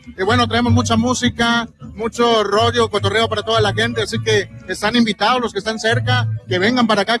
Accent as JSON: {"language": "Spanish", "region": "Yucatán", "country": "Mexico", "said": "somos de México, yucatecos, orgullosamente."}